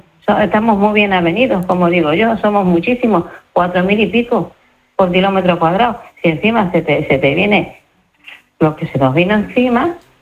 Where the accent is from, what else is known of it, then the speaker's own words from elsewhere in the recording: Spain; Ninguno, todos somos españoles.